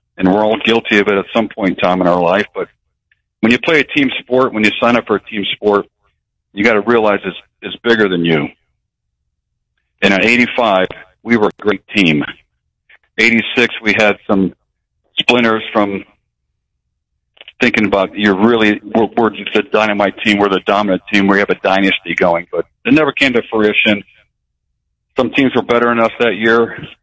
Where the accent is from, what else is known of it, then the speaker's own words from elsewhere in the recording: Calumet City, Illinois, United States; I'm from Chicago. I'm from Calumet City.